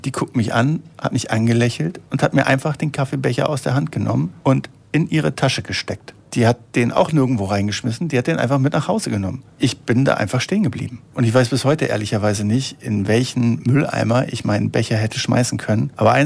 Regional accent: Germany; now in Tokyo, Japan; Ich habe ja immer gedacht, bei einer Sache, da macht einem als Deutscher einfach niemand was vor.

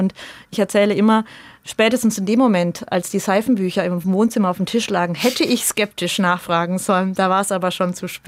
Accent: Bavaria, Germany; now in Stadelhofen, Germany; Ich bin ja auch in der Nähe aufgewachsen tatsächlich und habe es dann durch Heirat in die Kreisstadt geschafft, wenn man so sehen will.

